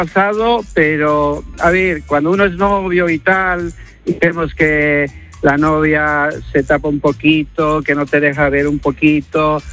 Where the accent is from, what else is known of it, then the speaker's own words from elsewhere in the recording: Bolivia; now in Marbella, Spain; No, no esperaba soy yo boliviano